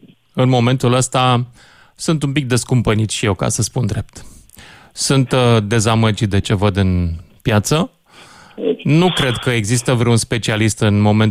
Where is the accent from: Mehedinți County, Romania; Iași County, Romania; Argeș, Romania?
Argeș, Romania; Bârla; Eu sunt de la Bârla de Argeș